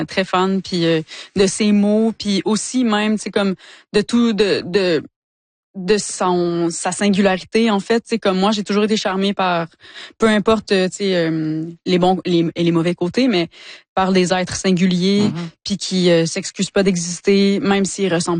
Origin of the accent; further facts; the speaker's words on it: Quebec, Canada; Ouais, ma famille vient du bas du fleuve aussi, mais ouais, j'ai grandi en Gaspésie.